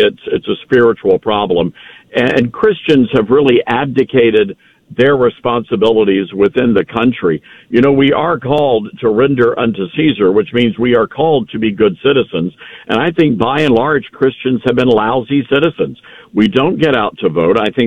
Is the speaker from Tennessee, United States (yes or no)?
yes; Memphis, Tennessee, United States; even in my hometown of Memphis, Tennessee